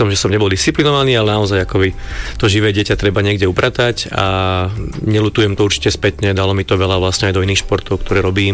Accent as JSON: {"language": "Slovak", "town": "Senec", "region": "Bratislava Region", "country": "Slovakia", "said": "U nás v Senci"}